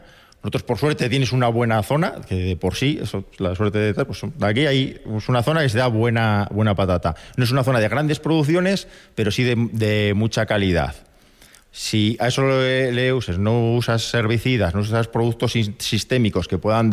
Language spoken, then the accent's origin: Spanish; Villallano, Castile and León, Spain; also born or lived in Salamanca / Burgos; soy de Villallano, un pueblecito de la montaña palentina de unos 40 habitantes. Mis 4 abuelos, mis padres y yo somos agricultores en ese pueblo.